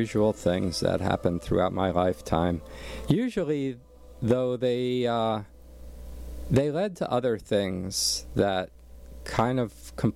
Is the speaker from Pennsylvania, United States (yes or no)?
yes; Allentown, Pennsylvania, United States; born there; For instance, yeah, I was born back in Allentown